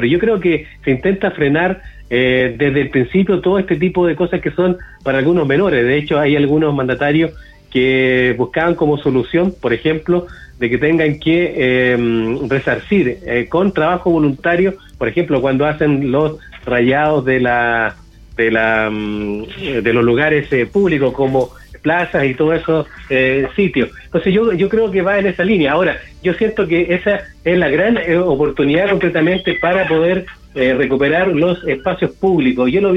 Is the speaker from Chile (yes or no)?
yes; Chile